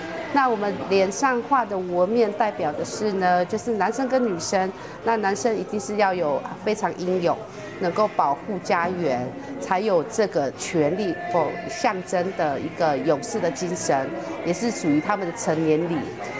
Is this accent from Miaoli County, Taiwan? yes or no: yes; Tai'an, Miaoli County, Taiwan; 我来自台湾苗栗泰安乡，